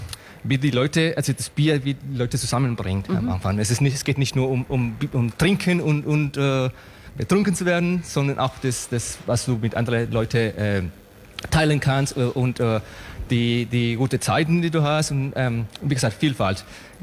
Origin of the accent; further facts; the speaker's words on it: Mexico; moved away as an adult; now in Germany; Ja, alles klar, ich komme aus Mexiko. Und ich habe damals 2008 ungefähr als Hobbybrauer angefangen. Dann 2011 eine kleine Brauerei gegründet in Mexiko.